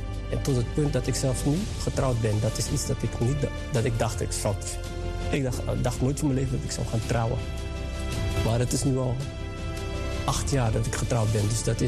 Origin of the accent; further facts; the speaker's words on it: Amsterdam, North Holland, Netherlands; Toen ik 12 jaar was ongeveer, was ik, want ik kwam uit Amsterdam, hè. Ik woon in Amsterdam.